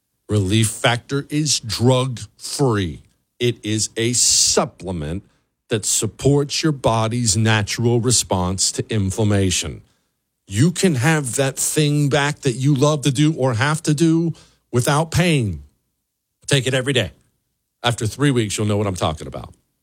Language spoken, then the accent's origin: English; Bozeman, Montana, United States; I grew up in Bozeman, which was small back then. It's way bigger now and kind of got ruined, but small back then